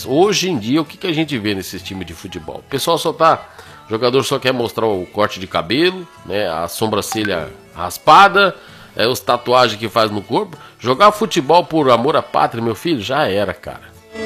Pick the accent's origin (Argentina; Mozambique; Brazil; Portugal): Brazil; Sou brasileiro, vou falar do Brasil, né?